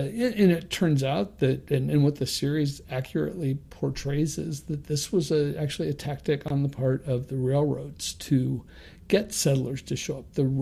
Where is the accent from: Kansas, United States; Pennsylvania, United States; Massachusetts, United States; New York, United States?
Kansas, United States; Wichita; So I grew up in Kansas, in Wichita, and these books were all around when I was a kid